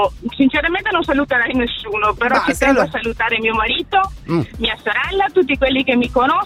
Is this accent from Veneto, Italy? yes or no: yes; Padua province, Veneto, Italy; now in Rosolina Mare, Italy; io sono originaria di Padova, provincia, sì, di Padova.